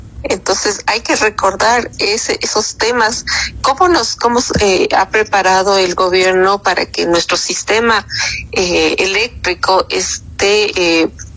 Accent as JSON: {"language": "Spanish", "country": "Ecuador", "said": "es la hora en la que nosotros tenemos que empezar a ver como ecuatorianos"}